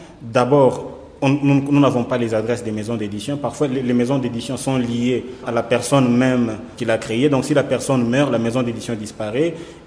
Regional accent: Kolwezi, Lualaba, DR Congo; moved away as an adult; also born or lived in Lubumbashi; je suis né à Kolwezi, j'ai grandi à Kolwezi. Et puis, en 2014, j'ai quitté Kolwezi, la laissant au statut de ville. Et je suis venu à Lubumbashi étudier.

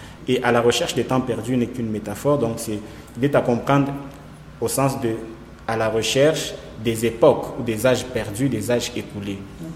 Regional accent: Kolwezi, Lualaba, DR Congo; also born or lived in Lubumbashi; Et donc, je suis né à Kolwezi, j'ai grandi à Kolwezi. Et puis, en 2014, j'ai quitté Kolwezi, la laissant au statut de ville. Et je suis venu à Lubumbashi étudier

